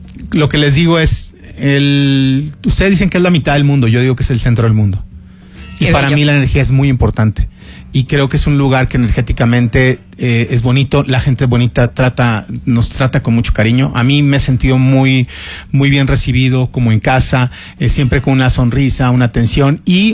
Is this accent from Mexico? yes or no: yes; Mexico; soy un cantante mexicano